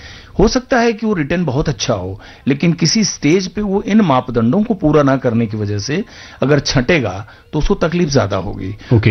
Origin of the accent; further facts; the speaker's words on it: Chauri Chaura, Uttar Pradesh, India; इलाके में पैदा हुआ था, चोरी चूरा तहसील, गोरखपुर डिस्ट्रिक्ट।